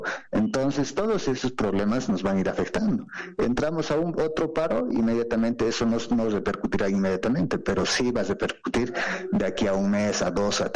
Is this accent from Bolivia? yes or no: yes; Bolivia